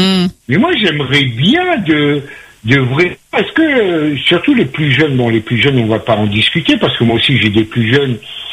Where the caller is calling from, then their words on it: Réunion; je kiffais vraiment en tant que Réunionnais, hein, je l'assume.